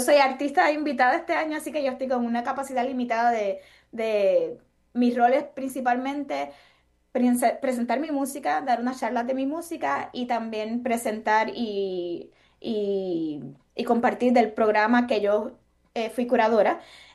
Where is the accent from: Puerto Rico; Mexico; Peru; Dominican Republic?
Puerto Rico; now in United States; como compositora puertorriqueña viviendo en los Estados Unidos me tocan muy profundo